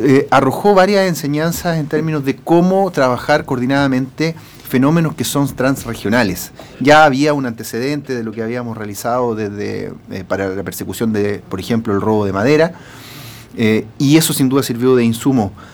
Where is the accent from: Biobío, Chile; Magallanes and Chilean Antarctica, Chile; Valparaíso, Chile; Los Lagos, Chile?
Biobío, Chile; Talcahuano; yo soy originario de esta región, soy de Talcahuano, nací y me crié en el barrio de La Higuera de Talcahuano